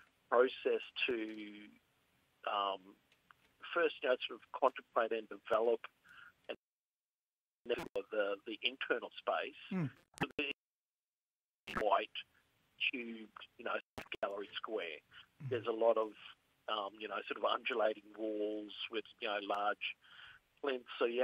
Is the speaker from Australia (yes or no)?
yes; Thursday Island, Queensland, Australia; Well, I grew up on Thurst Island. Family from Moa Island, up in Torres Straits.